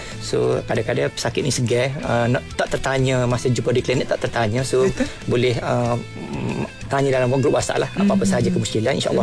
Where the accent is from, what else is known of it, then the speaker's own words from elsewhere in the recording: Kota Bharu, Kelantan, Malaysia; Saya daripada Kota Baru, asal Kota Baru. So sekarang ni saya bertugas di Kelantan Pasir Mas.